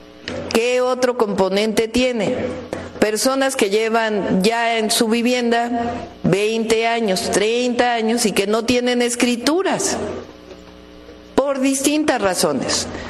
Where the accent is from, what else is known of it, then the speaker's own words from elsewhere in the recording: Mexico; Así somos las mexicanas y los mexicanos.